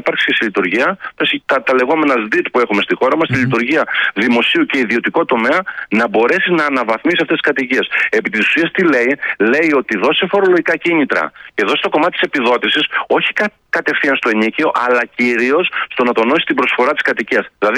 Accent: Greece; Να πω κάτι, επειδή είχαμε και μια κουλτούρα σαν Έλληνες να αποκτήσουμε ακίνητο, μην πάμε τώρα να τιμωρήσουμε τις προηγούμενες γενιές από εμάς, τους γονείς μας

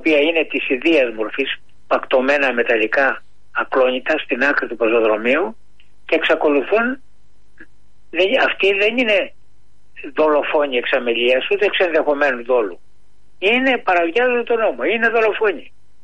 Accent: Peloponnese, Greece

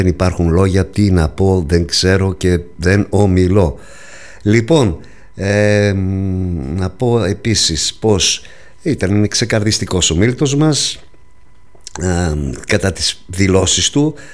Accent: Grevena, Western Macedonia, Greece; το λέω και ως Γρεβενιώτης

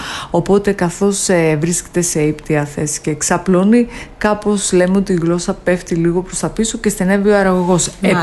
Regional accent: Greece

